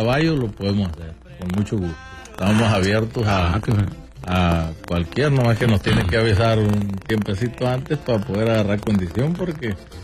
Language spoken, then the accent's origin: Spanish; Culiacán, Sinaloa, Mexico; Culiacán, Sinaloa.